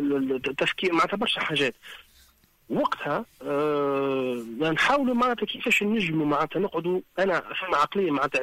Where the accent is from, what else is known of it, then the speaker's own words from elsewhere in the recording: Tunisia; moved away; also born or lived in New York; أنا مانيش كنت دياسبورا، أنا تونسي. حتى كان مولود معناتها في النرويج ولا في كندا تونسي.